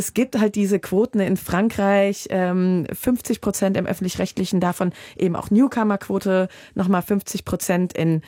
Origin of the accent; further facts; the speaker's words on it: Hesse, Germany; Und ja, als Hessin meine ich auch südhessisch.